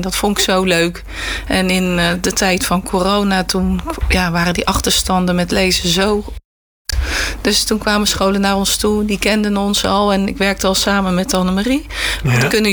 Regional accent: Fijnaart, North Brabant, Netherlands; Ik kom uit Feyenaard, Noord-Brabant.

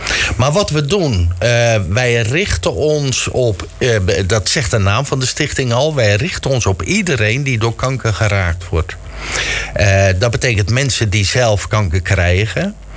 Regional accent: Sommelsdijk, South Holland, Netherlands; Ik kom uit Middelharnis.

